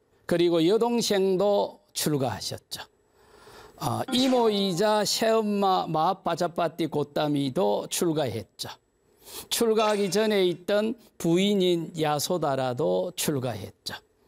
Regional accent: Sacheon, South Gyeongsang, South Korea; moved away; 제 고향은 삼천포 실안입니다.

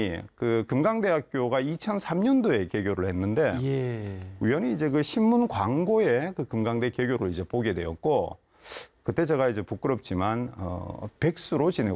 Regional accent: Yeongju, North Gyeongsang, South Korea; 저는 이제 어디 가서 이 사투리가 꼭 티가 나서 저는 경북 영주가 제 고향입니다.

